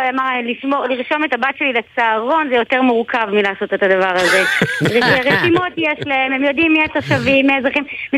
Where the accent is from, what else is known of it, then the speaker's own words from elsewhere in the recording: Northern District, Israel; כשאני הייתי ילדה במלחמת המפרץ, גדלתי בצפון